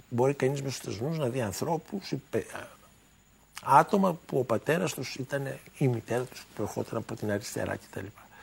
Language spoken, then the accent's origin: Greek; Greece; σε σχέση με τα συμφέροντα της χώρας μου.